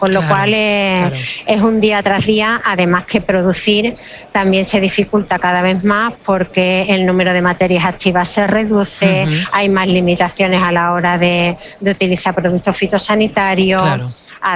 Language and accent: Spanish; Andalusia, Spain; reto es mostrarle al mundo los productos tan buenos y excelentes que tenemos en Andalucía, en España.